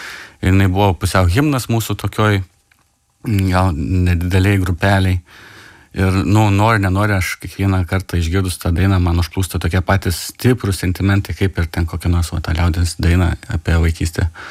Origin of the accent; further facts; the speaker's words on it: Šiauliai, Šiauliai County, Lithuania; born there; aš mokiausi 8 metus Šiaulių didžiojo gimnazijoje ir paskutinis 4 metus Šiaulių konservatorijoje.